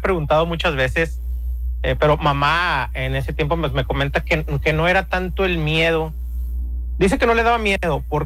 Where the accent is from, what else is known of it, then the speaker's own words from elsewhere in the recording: Monterrey, Nuevo León, Mexico; born there; Yo soy nacido aquí en Monterrey.